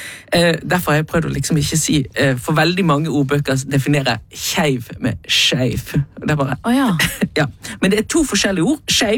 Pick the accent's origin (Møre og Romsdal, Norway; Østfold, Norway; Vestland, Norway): Vestland, Norway; Bergen